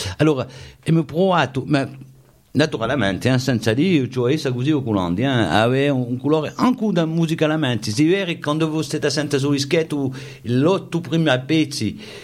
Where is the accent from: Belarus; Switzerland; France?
France; Corsica; Noi vediamo ogni anno nel mio paese, quando ero cittadino parlavamo tutti i corsi, oggi non c'è più un cittadino che parla corso